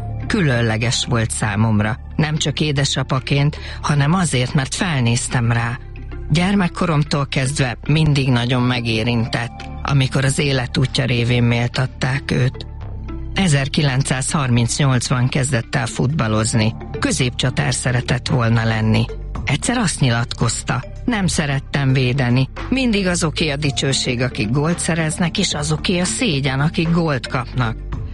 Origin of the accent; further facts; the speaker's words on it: Hungary; Mindig azt mondta nekem, legyek büszke arra, hogy magyar vagyok, és én nagyon büszke vagyok a magyarságomra.